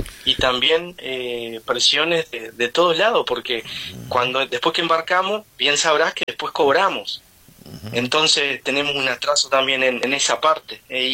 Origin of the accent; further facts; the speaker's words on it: Uruguay; de mi punto de vista, como uruguayo